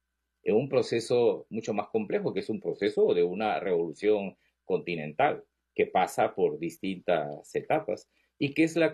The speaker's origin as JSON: {"language": "Spanish", "country": "Peru", "said": "en el centro del país, que es de donde vengo"}